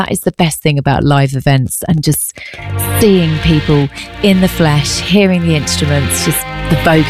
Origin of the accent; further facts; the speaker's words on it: Brighton, South East England, United Kingdom; on the beach in my hometown of Brighton.